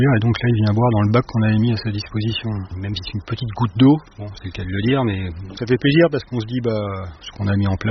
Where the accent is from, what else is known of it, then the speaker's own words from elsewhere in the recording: Fontainebleau, Île-de-France, France; Enfin, moi, je suis né à Fontainebleau, je suis toujours resté dans le secteur. Donc ça fait plus de 50 ans que je sillonne la forêt de Fontainebleau.